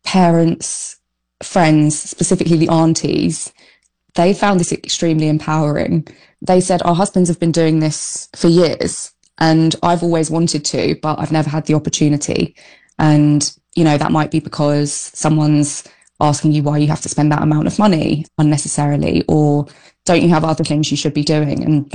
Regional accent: London, United Kingdom; moved away as an adult; now in Delhi, India; growing up in London

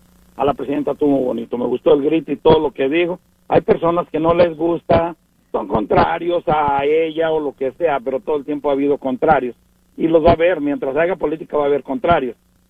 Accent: Mexico; born there; y somos mexicanos, nacimos en México, y yo me siento orgulloso de la herencia que tengo de mis abuelos, bisabuelos y nuestros descendientes anteriores

